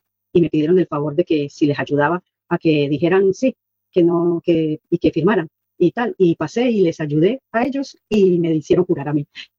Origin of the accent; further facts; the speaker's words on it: Spain; Y a mí, yo creo que por nosotros ser españoles, a mí la maleta no me la...